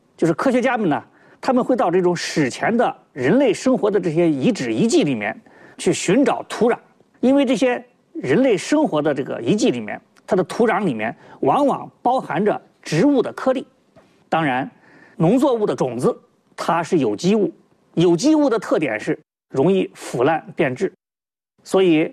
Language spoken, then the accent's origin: Chinese; Henan, China; 如果朋友们到我们河南去旅游或者去访问啊